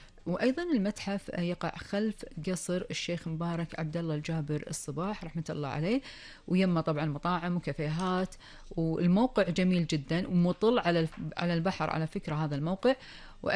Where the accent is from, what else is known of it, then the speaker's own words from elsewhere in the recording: Kuwait; ديرتنا الحبيبة الكويت